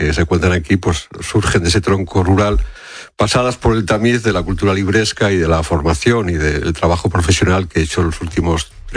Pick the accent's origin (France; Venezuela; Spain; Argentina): Spain; Fermoselle, Castile and León; Eso es una casa de mi pueblo, de Fermoselle.